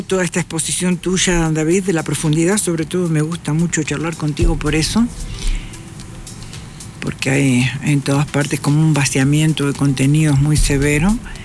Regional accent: Paysandú, Uruguay; moved away as an adult; Paysandú, de donde yo soy, es un departamento, lo que acá sería provincia, del litoral, es decir, que está sobre el río Uruguay? Paysandú está sobre el río Uruguay.

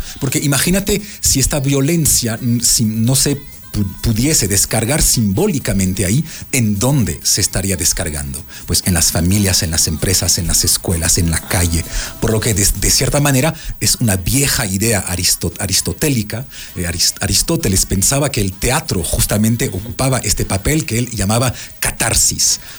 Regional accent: France; moved away

